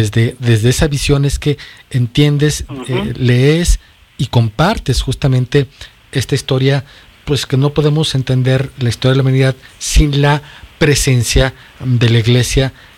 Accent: Zacatecas, Mexico; mi tierra, Zacatecas, es maravillosa.

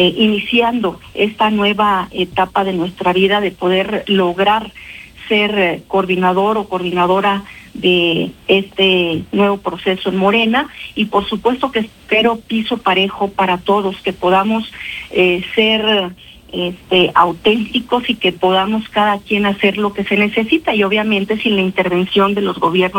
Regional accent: Mexico; todos como mexicanas y mexicanos

